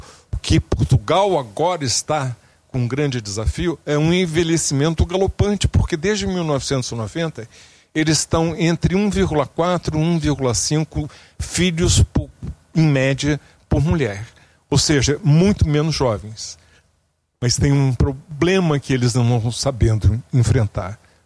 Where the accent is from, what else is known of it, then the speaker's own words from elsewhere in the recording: Rio de Janeiro, Brazil; born there; Fizemos um projeto piloto no bairro onde eu nasci, que é o mais envelhecido da América Latina, Copacabana.